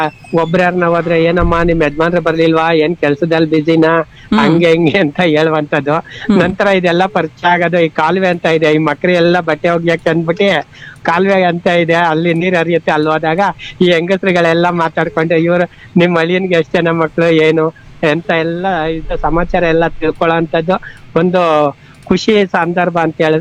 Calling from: Bengaluru, Karnataka, India; ಬೆಂಗಳೂರಿನಿಂದ

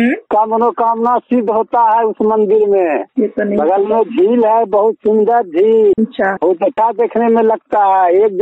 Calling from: Munger district, Bihar, India; हम मुंगेर जिला से बोल रहे हैं।

